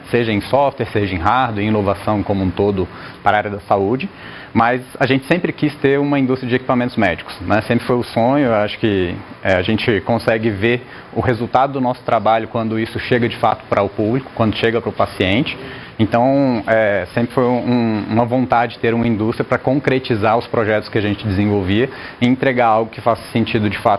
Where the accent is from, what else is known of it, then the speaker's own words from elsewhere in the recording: Brasília, Federal District, Brazil; eu sou engenheiro eletricista de formação, eu formei na UNB, eu sou de Brasília.